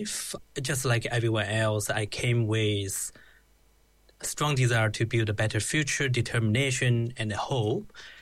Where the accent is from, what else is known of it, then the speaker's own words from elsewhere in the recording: China; born there; English is a second language; Then I was born in China, and I grew up in a very ordinary family.